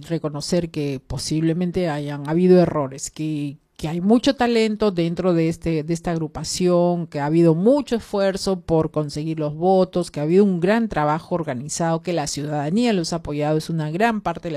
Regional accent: Peru

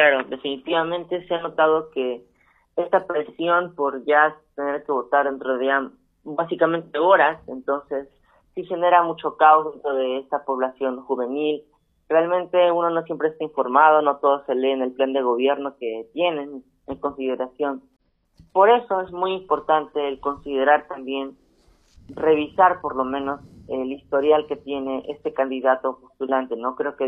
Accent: Peru

